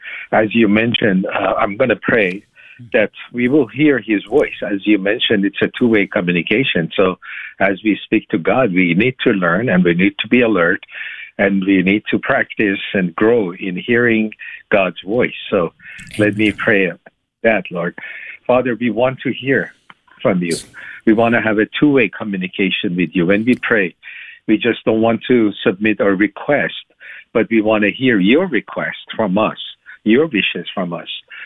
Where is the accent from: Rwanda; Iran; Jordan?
Iran; moved away as an adult; now in United States; I'm a Muslim background believer. I was born in Iran. I'm from Iran and was Muslim, pretty devout in my early years.